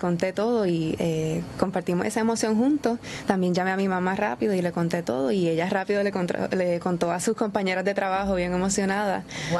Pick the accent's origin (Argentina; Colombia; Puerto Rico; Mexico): Puerto Rico; yo soy la primera puertorriqueña en participar en la Cumbre de Liderazgo Juvenil y Civismo